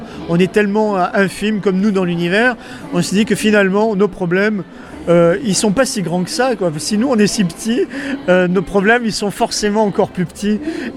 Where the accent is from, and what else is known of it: France